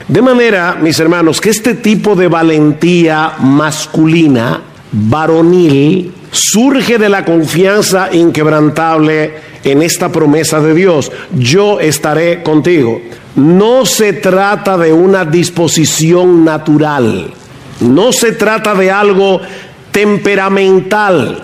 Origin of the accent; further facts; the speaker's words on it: San Juan de la Maguana, San Juan, Dominican Republic; Cuando yo era niño, como cinco o seis años, vino a San Juan de la Maguana, al pueblo donde yo nací, un circo llamado el Circo Dorado.